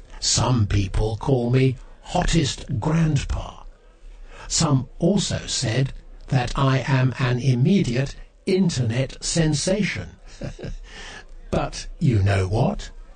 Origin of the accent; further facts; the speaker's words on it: Shenyang, Liaoning, China; born and raised in Shenyang, China.